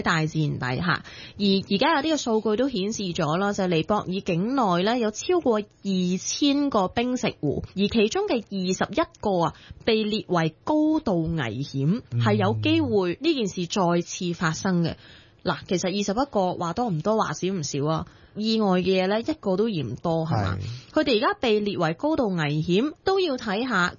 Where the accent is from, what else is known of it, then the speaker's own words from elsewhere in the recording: Hong Kong; 我哋身為香港人